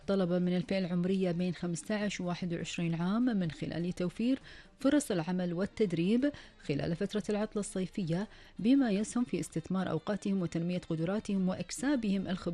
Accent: Kuwait; فقرة أخبار ديرتنا الحبيبة الكويت

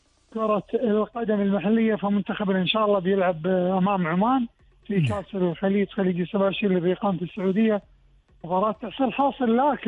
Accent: Kuwait

